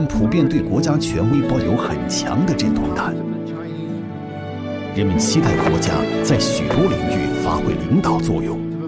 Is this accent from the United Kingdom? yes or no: yes; United Kingdom; 作为一名英国人，我深知西方人很难理解中国。